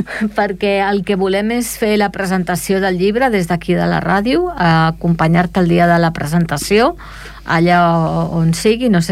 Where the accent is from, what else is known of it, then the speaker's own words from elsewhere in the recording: Esplugues de Llobregat, Catalonia, Spain; Soc de Can Clota